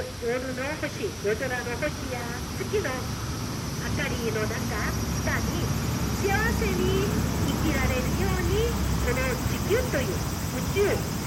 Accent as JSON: {"language": "Japanese", "country": "South Korea", "second_language": "Japanese", "moved": "as an adult", "lives_now": "Japan", "said": "私は韓国から来ました。それで日本に今33年ぐらい暮らしています。"}